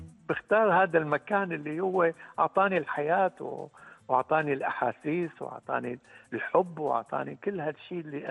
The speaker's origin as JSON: {"language": "Arabic", "town": "Latakia", "region": "Latakia Governorate", "country": "Syria", "said": "طبعا مدينتي اللاذقية مدينة أنا يعني ممكن بقول انصلبت عليها وانتميت لها"}